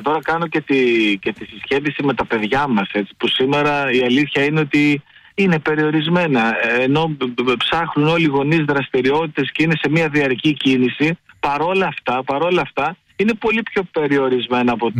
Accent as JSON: {"language": "Greek", "town": "Agrinio", "region": "Western Greece", "country": "Greece", "tie": "born or raised there", "said": "Εγώ γεννήθηκα στο Αγρίνιο."}